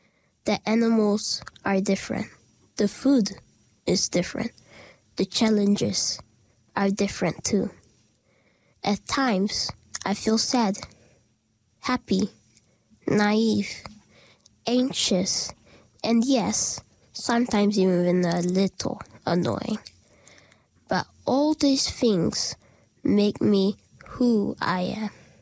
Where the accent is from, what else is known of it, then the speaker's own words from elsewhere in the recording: Dunedin, Otago, New Zealand; born there; also born or lived in Papua New Guinea; I'm 10 years old, a year 6 in Pine Hill School. I am from Papua New Guinea and lived in Dunedin for most of my life.